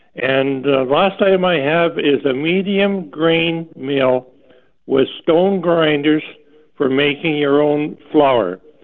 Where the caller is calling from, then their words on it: Brandon, Manitoba, Canada; Hi, I'm calling from Brandon, Manitoba.